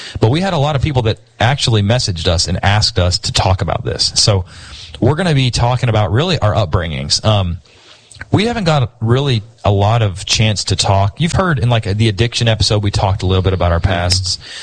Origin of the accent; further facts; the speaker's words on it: Bridgeport, West Virginia, United States; I grew up in West Virginia and Bridgeport, West Virginia, went to the Bridgeport Church of Christ.